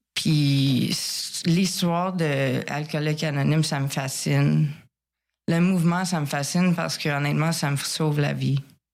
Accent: Montreal, Quebec, Canada; Moi, j'ai grandi à Montréal, à Pierrefonds

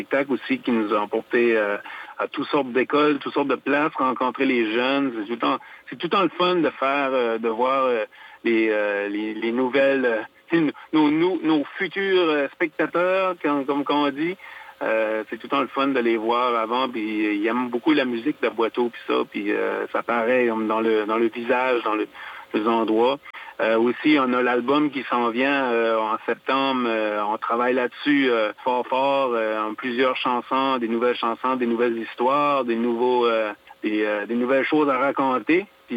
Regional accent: Acadia, Canada; Puis, tu sais, on est acadien, mais on a beaucoup d'influence anglaise aussi.

